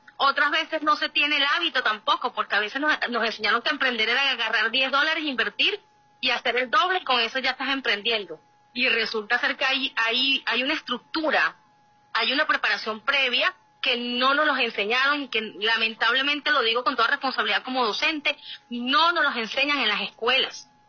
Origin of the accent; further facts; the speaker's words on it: Venezuela; Vine con unas expectativas un poco caídas, como muchos venezolanos y venezolanas